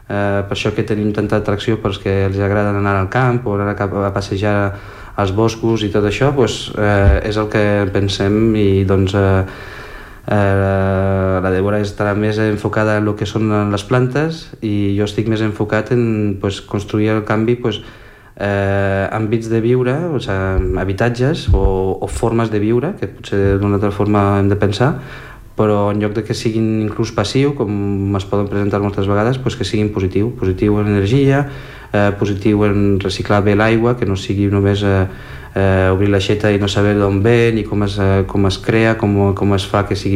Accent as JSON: {"language": "Catalan", "region": "Valencian Community", "country": "Spain", "tie": "born or raised there", "moved": "yes", "lives_now": "Barcelona, Spain", "said": "vaig conèixer la meva parella, que és francesa, però la vaig conèixer al meu poble a València"}